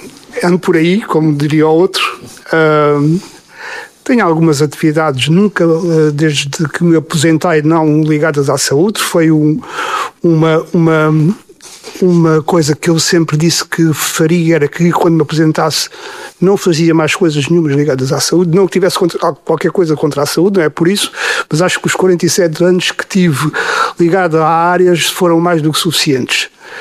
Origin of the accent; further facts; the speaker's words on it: Arronches, Portalegre, Portugal; A minha infância foi toda feita em Arronches, porque o meu pai era guarda fiscal. Quando eu nasci, ele já vem para Arronches e a minha infância é passada com...